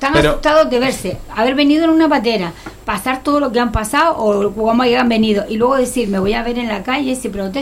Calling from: the island, Canary Islands, Spain; en la isla

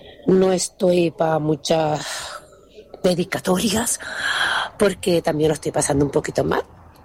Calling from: Santa Lucía, Canary Islands, Spain; Hola, buenos días … de Santa Lucía.

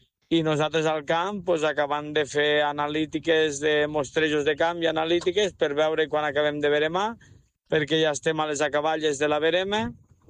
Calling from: Almenar, Catalonia, Spain; que sóc d'Almenar

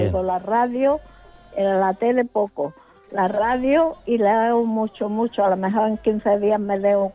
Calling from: Badalona, Catalonia, Spain; de aquí de Badalona.

